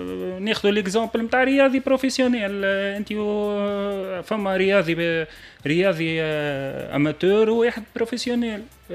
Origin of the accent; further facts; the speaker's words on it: Tunisia; في تونس نحن